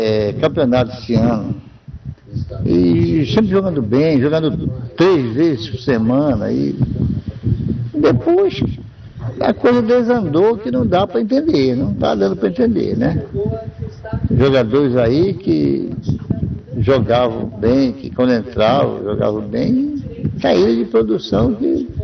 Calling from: São Miguel do Guamá, Pará, Brazil; eu sou de São Miguel do Gamal

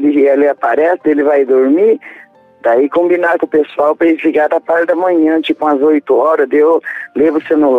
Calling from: Curitiba, Paraná, Brazil; Daqui de Curitiba mesmo.

